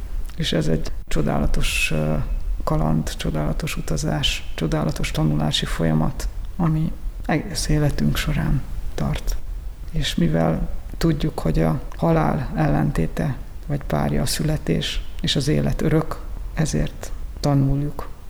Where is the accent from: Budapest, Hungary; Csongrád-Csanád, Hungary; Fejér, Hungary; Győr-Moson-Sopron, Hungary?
Győr-Moson-Sopron, Hungary; Győr; gyerekként Sopronban voltunk hétvégente